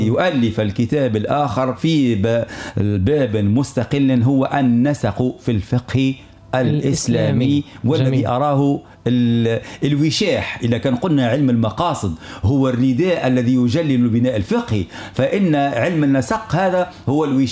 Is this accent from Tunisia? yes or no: yes; Tunisia; ونحن في تونس